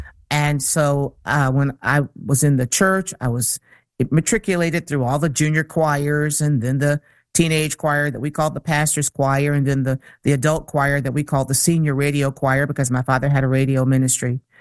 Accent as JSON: {"language": "English", "town": "Jackson", "region": "Michigan", "country": "United States", "tie": "born there", "said": "southern Michigan. And that's where all of my siblings, except for my oldest brother, were born. And so I was born right there in Jackson."}